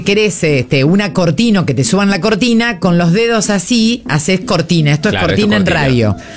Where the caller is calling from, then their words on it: Santa Fe, Argentina; Hola chicos … de Santa Fe, trabajo en el 107 hace un año.